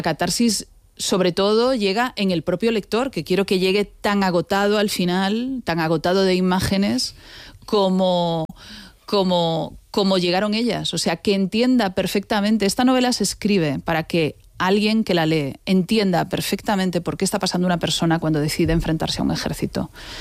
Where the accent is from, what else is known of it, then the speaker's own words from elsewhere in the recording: A Coruña, Galicia, Spain; Soy gallega digámoslo, soy gallega. Gallega de A Coruña.